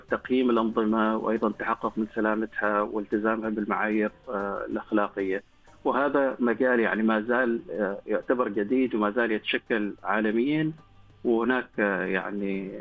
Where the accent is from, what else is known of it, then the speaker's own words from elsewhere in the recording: Oman; عندنا في سلطنة عمان